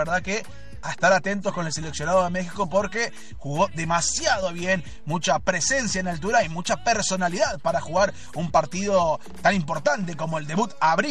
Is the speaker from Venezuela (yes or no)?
no; Argentina; Creo que hablo por muchos argentinos.